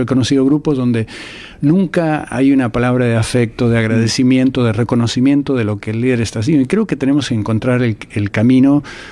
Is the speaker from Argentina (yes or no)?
yes; Argentina; yo soy de Argentina